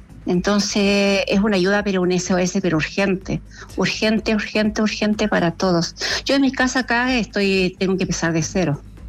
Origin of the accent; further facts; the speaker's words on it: Calama, Antofagasta, Chile; now in Tocopilla, Chile; No, yo soy de Calama y nos vinimos acá a Tocopilla hace 7 años con mi esposo.